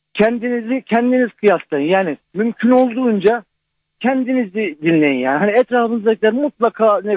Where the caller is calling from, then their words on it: Antalya, Turkey; ben Antalya'dan.